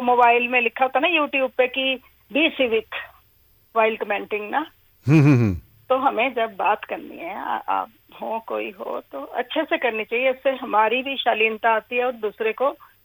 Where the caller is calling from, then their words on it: Bhota, Himachal Pradesh, India; हमारा गांव है ना भोटा नाम है